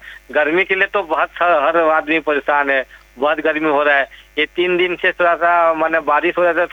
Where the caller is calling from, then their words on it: Sulhai, Odisha, India; उड़ीसा से, डिस्ट्रिक्ट झारसुगड़ा। हमारा गांव का नाम सुल्हाई है।